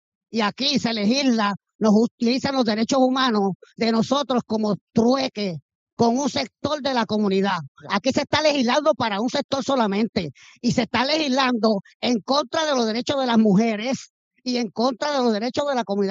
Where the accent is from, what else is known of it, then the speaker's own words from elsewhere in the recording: Puerto Rico; nosotros somos puertorriqueños, puertorriqueñas y puertorriqueñes.